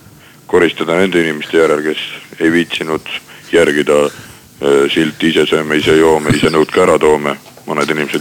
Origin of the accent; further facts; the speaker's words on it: Viljandi, Viljandi County, Estonia; now in Tallinn, Estonia; Ma tulin Viljandist, tulin pealinna ja ei olnud mingit tööd